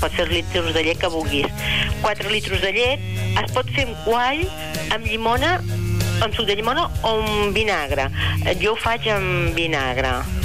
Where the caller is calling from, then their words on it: Peralada, Catalonia, Spain; soc de Peralada, jo.